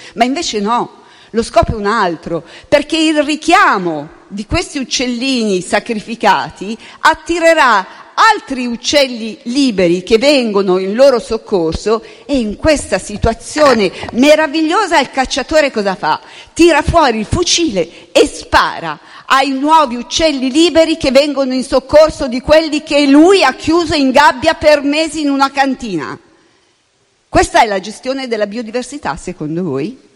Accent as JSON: {"language": "Italian", "region": "Lombardy", "country": "Italy", "said": "Io sono lombarda"}